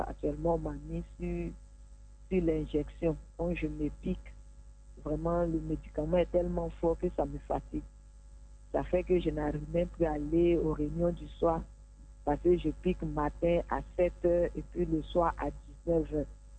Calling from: Abidjan, Côte d’Ivoire; J'appelle d'Adjamé.

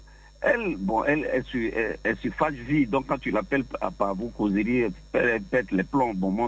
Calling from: Abidjan, Côte d’Ivoire; je suis à Abidjan.

